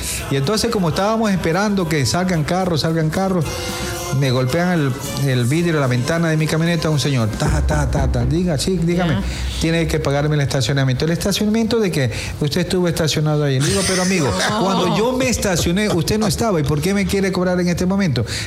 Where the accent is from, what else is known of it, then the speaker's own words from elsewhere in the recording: Quevedo, Los Ríos, Ecuador; yo no soy del norte, yo soy de Quevedo